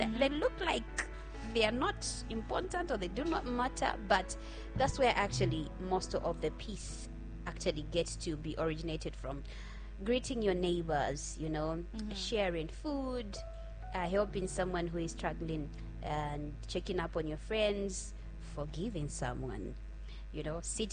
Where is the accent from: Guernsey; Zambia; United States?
Zambia; Eastern Province; because I'm from the east.